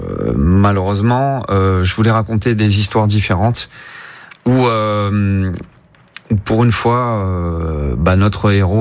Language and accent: French; Corsica, France; Et en tant que Corse, on ne visite pas assez la Corse.